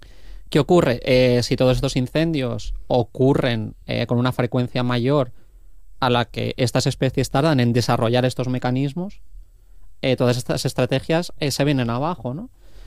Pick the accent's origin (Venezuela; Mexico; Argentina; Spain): Spain; Valencian Community; yo soy valenciano